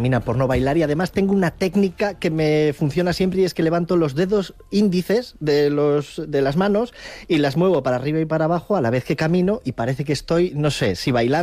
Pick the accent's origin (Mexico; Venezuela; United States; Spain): Spain; Priaranza del Bierzo, Castile and León; now in Valladolid, Spain; Hombre, pues en mi pueblo, que es Priaranza del Bierzo, es un pequeño pueblo de 200 habitantes en el Bierzo, en la provincia de León